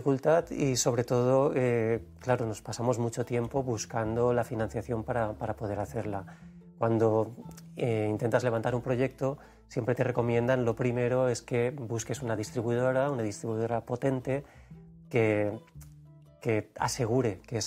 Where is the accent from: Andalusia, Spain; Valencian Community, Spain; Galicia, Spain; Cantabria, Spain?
Valencian Community, Spain; accent: Valencian; la lengua valenciana es catalán, con nuestro acento.